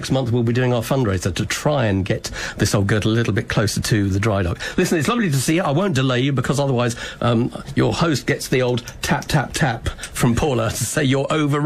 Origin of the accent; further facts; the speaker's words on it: Aylesbury, South East England, United Kingdom; I'm an Aylesbury boy.